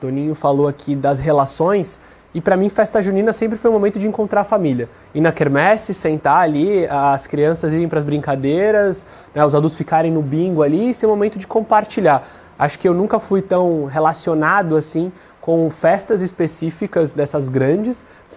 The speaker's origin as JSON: {"language": "Portuguese", "region": "São Paulo", "country": "Brazil", "tie": "born or raised there", "said": "Nascido e criado."}